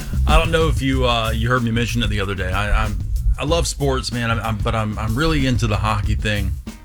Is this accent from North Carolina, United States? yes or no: yes; North Carolina, United States; moved away; my hockey team from my hometown, the Carolina Hurricanes